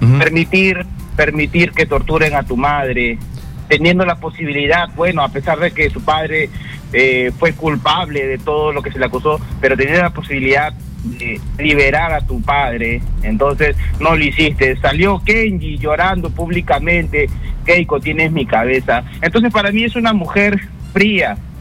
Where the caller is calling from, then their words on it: Ica, Peru; te saluda … desde Ica.